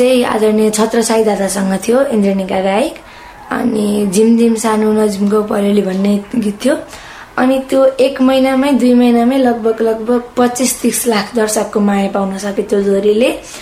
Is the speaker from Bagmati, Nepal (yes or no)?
yes; Kavre, Bagmati, Nepal; born there; now in Kathmandu, Nepal; कक्षा 9 पढ्छु। मेरो गाउँ चाहिँ काभ्रे हो, अनि म यहाँ हाल अहिले काठमाडौँको कोठाटारमा बसिरहेकी छु।